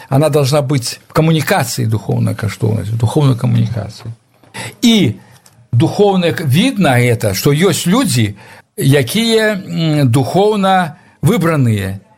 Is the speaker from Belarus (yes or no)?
yes; Belarus; Я доведался то, что я белорус первый раз, когда учился в этом, осмысленно, когда учился уже в институте, в МВТУ в Москве приехал